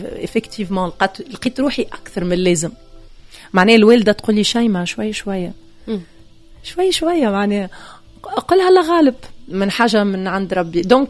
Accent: Tunisia; moved away as an adult; انا تونسية

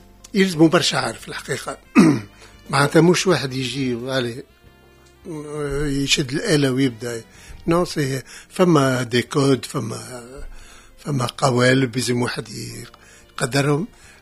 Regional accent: Tunisia

